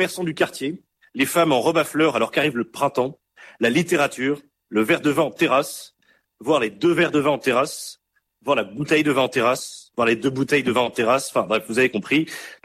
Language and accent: French; France